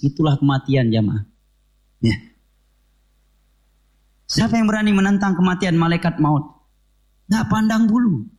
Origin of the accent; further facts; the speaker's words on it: Aceh, Indonesia; Kami orang Aceh